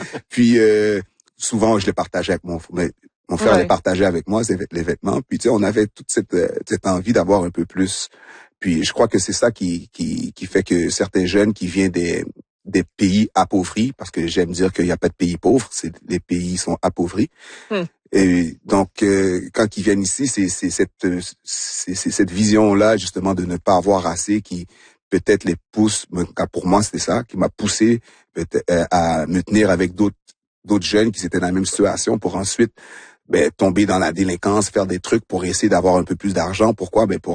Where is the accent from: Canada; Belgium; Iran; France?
Canada; Montreal, Quebec; born or raised there